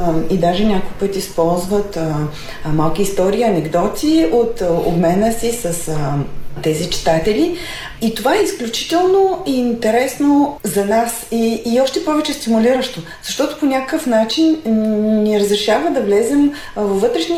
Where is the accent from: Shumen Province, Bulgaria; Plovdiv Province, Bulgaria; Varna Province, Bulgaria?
Varna Province, Bulgaria; Varna; now in Brussels, Belgium; Във Варна имаме алеята на книгата, аз съм варненка родом.